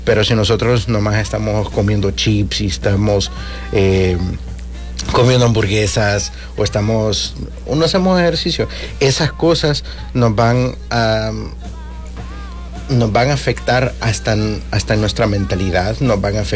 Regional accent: El Salvador; moved away; vengo de El Salvador.

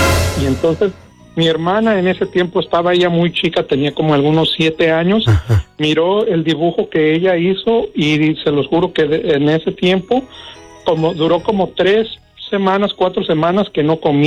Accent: Mexico; now in Gurnee, United States; cuando nosotros llegamos de México para acá, para Estados Unidos, llegamos a un lugar que se llama Gurnee, Illinois.

